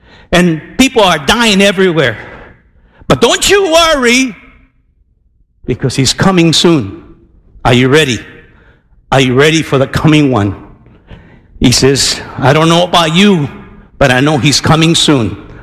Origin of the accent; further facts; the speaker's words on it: Tijuana, Baja California, Mexico; Well, man, Jack, I'm a guy from Tijuana.